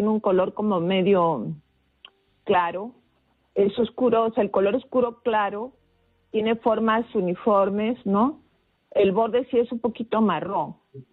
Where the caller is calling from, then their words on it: Lima, Peru; Buenos días … como dijeron, pero me llamo desde San Juan de Miraflores.